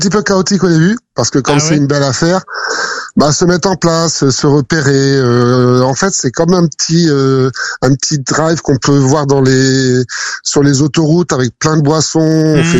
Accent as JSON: {"language": "French", "region": "Normandy", "country": "France", "also_born_or_lived": "Brittany", "said": "Ouais, je suis normand, mais on a vécu en Bretagne, ouais, pendant qu'on gérait l'hôtel."}